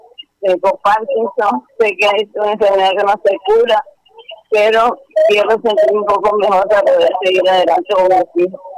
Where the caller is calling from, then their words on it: Barranquilla, Atlántico, Colombia; Desde Barranquilla, Barrio Santa María.